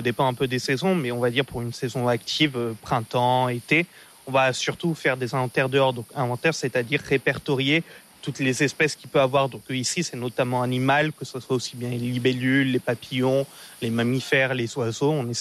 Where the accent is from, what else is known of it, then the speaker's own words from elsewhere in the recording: Auvergne-Rhône-Alpes, France; par chez nous en Haute-Loire.